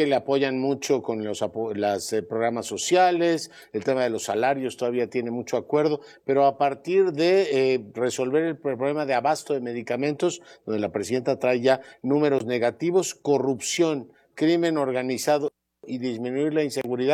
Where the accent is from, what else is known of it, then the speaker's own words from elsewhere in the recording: Mexico; Además somos... pues somos muchos los mexicanos y venimos de muchas tradiciones diferentes.